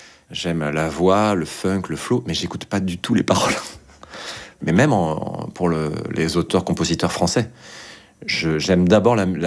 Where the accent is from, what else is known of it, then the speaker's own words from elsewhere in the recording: Poitiers, Nouvelle-Aquitaine, France; moved away as an adult; now in Paris, France; Je suis Poitevin, ou Pictave, on a toujours dit Poitevin, mais apparemment le vrai mot c'est Pictave. De Poitiers, donc. Je suis né à Poitiers, j'y ai vécu 20 ans.